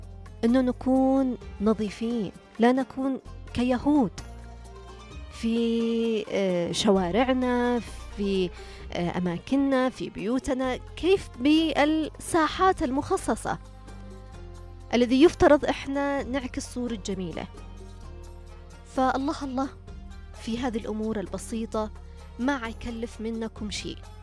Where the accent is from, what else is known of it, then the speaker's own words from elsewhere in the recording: Yemen; تليق بنا كيمنيين